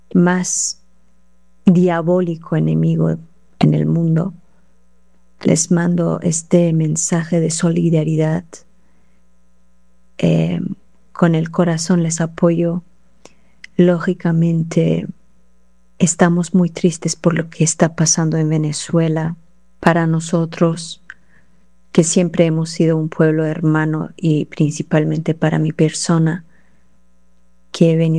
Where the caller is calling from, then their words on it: Iran; de Irán, desde el pueblo resistente de Irán